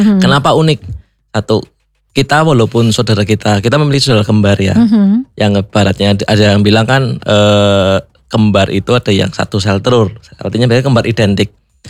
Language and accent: Indonesian; Purwokerto, Central Java, Indonesia; Saya asli Purwokerto, lahiran Purwokerto, terus untuk saat ini saya dari Klenteng Hotik Bio Purwokerto.